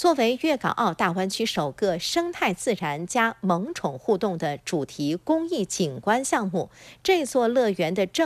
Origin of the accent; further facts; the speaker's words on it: Guangdong, China; 这是我们广东人和远人都非常熟悉的一种中草药麦冬啊